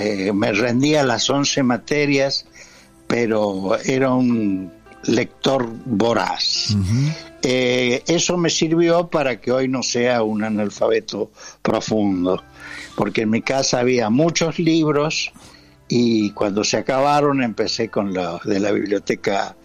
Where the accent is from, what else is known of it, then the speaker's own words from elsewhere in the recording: San Luis, Argentina; now in Buenos Aires, Argentina; Es mi lugar de nacimiento, aunque yo más bien ahora he pasado más tiempo en Buenos Aires que en San Luis.